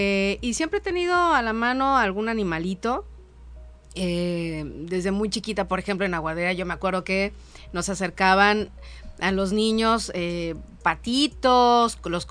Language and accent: Spanish; Atoyac de Álvarez, Guerrero, Mexico; yo crecí en Atoyac de Álvarez. Yo tenía nada más contacto con animales muy grandes como caballos, vacas